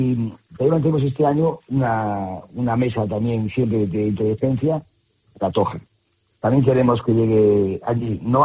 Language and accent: Spanish; Galicia, Spain; somos muy gallegos